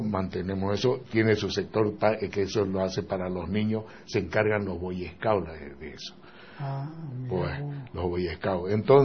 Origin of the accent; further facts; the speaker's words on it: Santa Cruz, Bolivia; los dueños de la plaza, que somos los cruceños, los cambas.